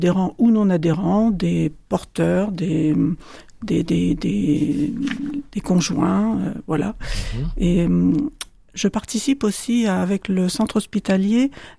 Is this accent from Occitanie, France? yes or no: no; Niort, Nouvelle-Aquitaine, France; On m'a dit, ah bon, tu viens d'où? De Niort. Ah, mais on n'a personne à Niort.